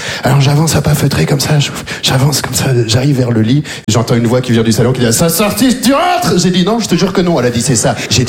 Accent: Belgium; Je viens de Belgique. Je suis arrivé en Belgique quand j'avais 3 ans. J'ai vécu toute ma vie là-bas.

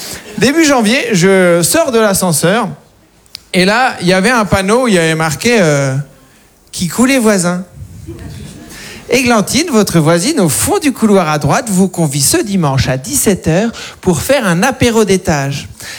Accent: Caen, Normandy, France; also born or lived in Paris; now in Pantin, France; je viens de Caen, j'ai habité 10 ans à Paris, et là, je viens de déménager en banlieue.

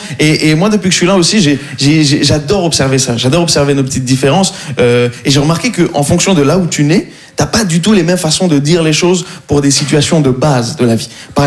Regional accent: Morocco; Je suis marocain. Et ouais, voilà, ça se voit pas du tout.

